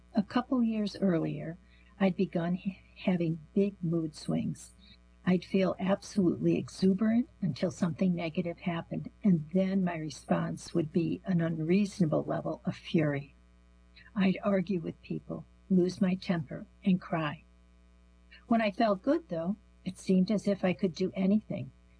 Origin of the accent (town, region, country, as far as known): Columbia, Missouri, United States; born or raised there